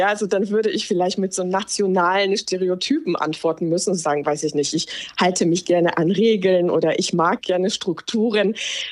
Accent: Poland; now in Germany; das ist, wie ich mich jetzt als Polin fühle und das ist jetzt, wie ich mich als Deutsche fühle, sondern ich glaube, das Besondere ist eben, dass es so ein Mischwesen ist

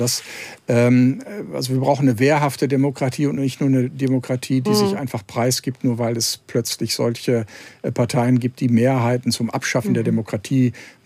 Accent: West Germany, Germany; Ich bin selber Westdeutscher.

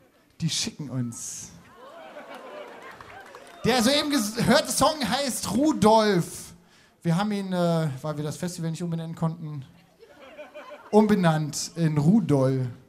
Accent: Halle, Saxony-Anhalt, Germany; Wir sind aus Halle an der Saale. Das liegt in Sachsen-Anhalt.

